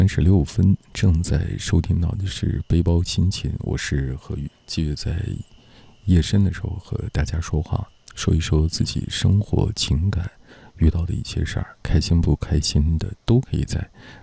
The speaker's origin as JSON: {"language": "Chinese", "town": "Kunming", "region": "Yunnan", "country": "China", "tie": "born or raised there", "said": "因为主播就在昆明，是不是？而且是一个土生土长的昆明人啊。"}